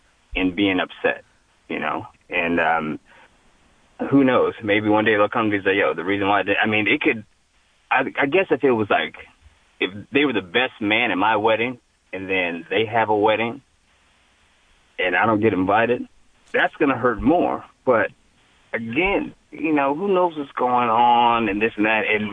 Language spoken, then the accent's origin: English; Juneau, Alaska, United States; moved away; also born or lived in New York / New Jersey / Texas; I grew up in Juneau, Alaska. Like, I lived in New York, Jersey, Texas